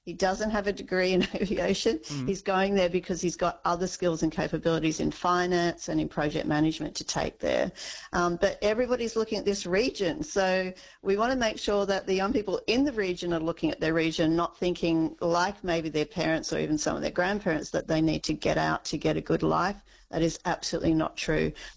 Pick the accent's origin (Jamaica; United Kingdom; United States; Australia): Australia; Queensland; I'm a Queenslander